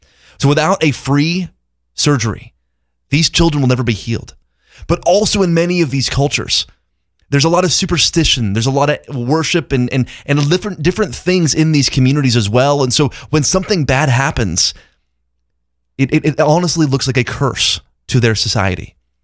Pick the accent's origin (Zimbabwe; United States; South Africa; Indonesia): Zimbabwe; moved away; I grew up in one in Zimbabwe. These are subsistence farming communities.